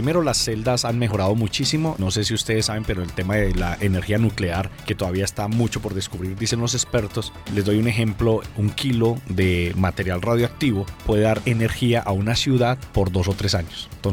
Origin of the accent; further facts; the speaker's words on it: Colombia; no solamente como personas, seres humanos, sino también como colombianos